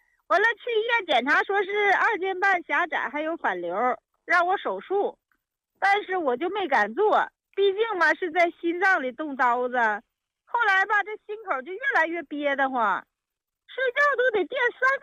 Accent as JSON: {"language": "Chinese", "town": "Shenyang", "region": "Liaoning", "country": "China", "said": "哎，李老师，"}